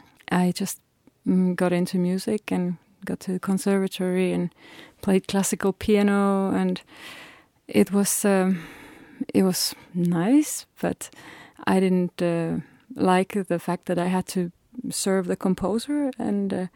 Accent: Finland; now in Denmark; I'm from Finland originally and I live in Denmark

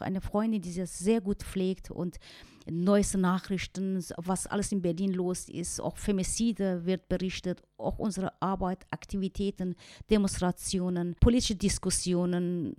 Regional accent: Iran; German is a second language; moved away as an adult; now in Germany; wenn ich als Iranerin darauf verzichten muss

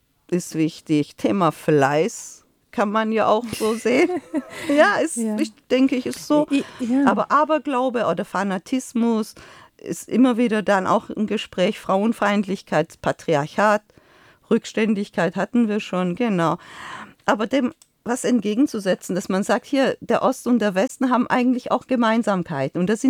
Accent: Iran; German is a second language; also mir persönlich als Iranerin hat die Anteilnahme sehr gefehlt.

